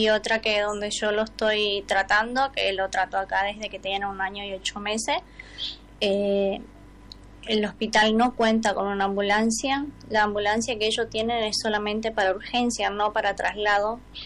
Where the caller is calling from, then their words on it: Las Breñas, Chaco, Argentina; hoy nos encontramos en la ciudad de Rosario. Nosotros somos de Las Breñas, Chaco.